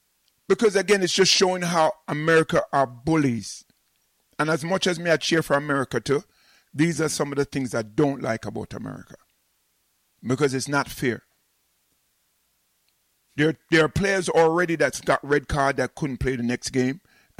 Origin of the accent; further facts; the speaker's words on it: United Kingdom; I'm British